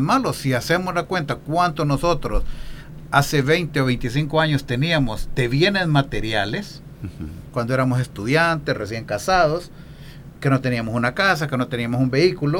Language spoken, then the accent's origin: Spanish; Honduras; como los hondureños somos nobles en el pago de impuestos